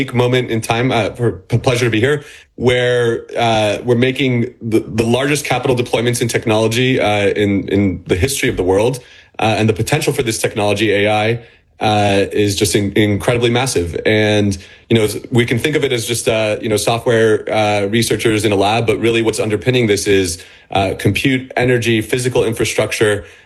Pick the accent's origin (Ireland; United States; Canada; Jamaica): United States; Well, you know, me personally, I'm an American, and so we, you know, my firm is investing along what we could describe as the U.S.-Israel corridor.